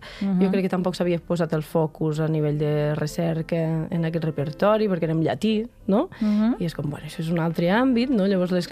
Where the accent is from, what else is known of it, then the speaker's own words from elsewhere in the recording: Lleida, Catalonia, Spain; Jo que sóc de Lleida